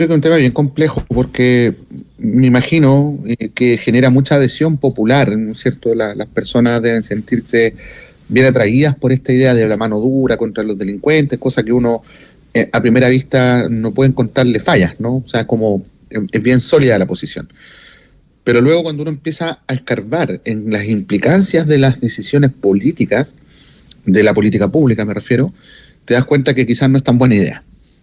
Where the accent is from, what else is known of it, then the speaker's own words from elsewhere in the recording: Valparaíso, Chile; en mi ciudad, pues, yo soy porteño